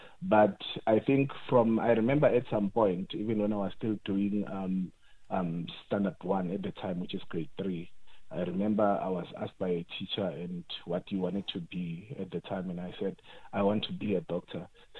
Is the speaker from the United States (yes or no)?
no; Limpopo, South Africa; I was born in Limpopo from a teenage mother, and we come from a place, a village, you know, and where there were not so much opportunities